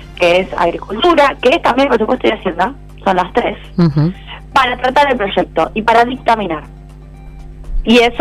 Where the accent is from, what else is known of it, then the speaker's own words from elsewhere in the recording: Rosario, Santa Fe, Argentina; pero digo porque soy rosarina, así que imagínate, sí, claro, que sé perfectamente lo que es no ser porteño y mirarlo desde afuera.